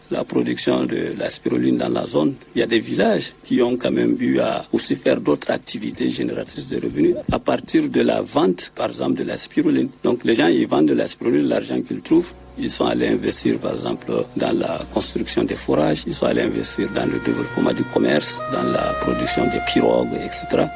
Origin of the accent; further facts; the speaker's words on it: Chad; now in Angola; chez nous, elle est naturelle